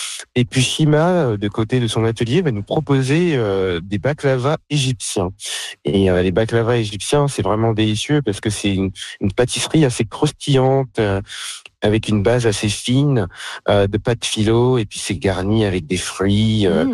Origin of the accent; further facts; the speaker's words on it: France; now in Canada; ici en Saskatchewan, moi je suis français d'origine, et en fait, tout simplement, et j'ai pas réussi à trouver quelque chose qui me rappelle un peu ma jeunesse en France